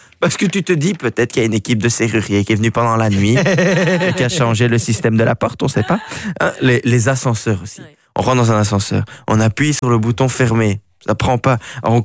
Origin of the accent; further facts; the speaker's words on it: Belgium; je suis belge, quoi.